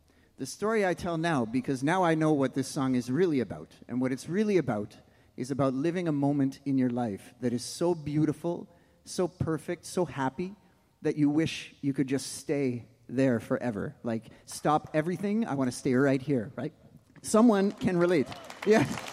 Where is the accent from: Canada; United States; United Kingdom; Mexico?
Canada; We're from Canada.